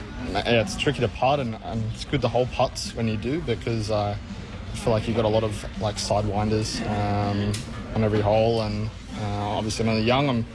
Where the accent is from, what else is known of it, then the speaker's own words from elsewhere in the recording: New South Wales, Australia; It's in my home state, New South Wales. It's only a couple hours away from where I live